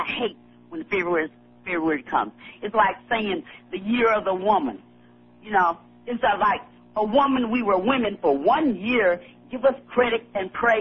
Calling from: Missouri, United States; I'm calling from Missouri.

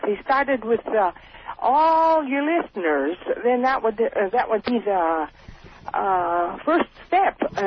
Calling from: California, United States; from Wheelsville, California.

